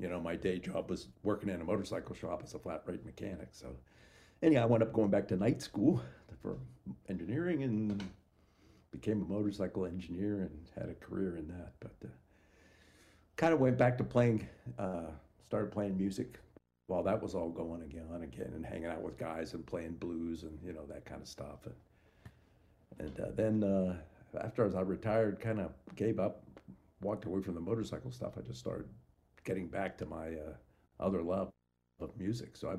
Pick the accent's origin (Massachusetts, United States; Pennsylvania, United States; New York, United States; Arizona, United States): Pennsylvania, United States; Ligonier; I grew up in Appalachia. I was in Pennsylvania, but I was, we had a farm and then also spent a lot of time living in the Ligonier in a mountain area.